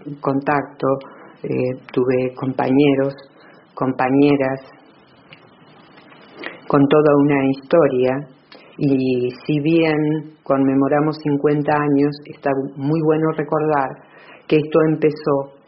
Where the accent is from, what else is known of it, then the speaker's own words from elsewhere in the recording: Argentina; also born or lived in Córdoba, Argentina; En realidad yo en 1976 era absolutamente ignorante de lo que estaba ocurriendo en mi país y también de lo que había ocurrido antes. Y venía de un contexto también muy cerrado, pero mi estudiar en Córdoba me permitió